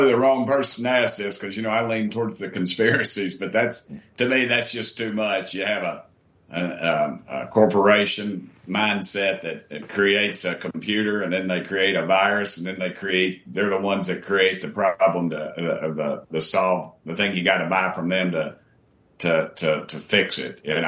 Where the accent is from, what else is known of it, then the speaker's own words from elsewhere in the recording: Tennessee, United States; I come from Tennessee.